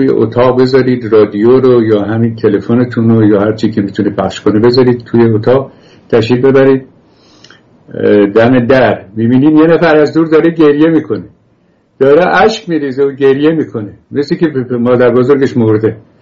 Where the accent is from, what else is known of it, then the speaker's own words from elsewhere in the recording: Iran; moved away as an adult; also born or lived in France / England; now in United States; با همون لباس و کت‌شلواری که ایران می‌پوشیدیم اینجا هم همونجور و شروع کردیم آرام آرام فرهنگ رو آموختن که رفتار آمریکایی چگونه است